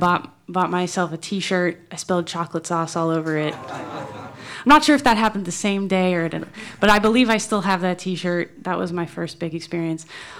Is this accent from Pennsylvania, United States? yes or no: yes; Pittsburgh, Pennsylvania, United States; moved away; I'm just grateful to be back in my hometown today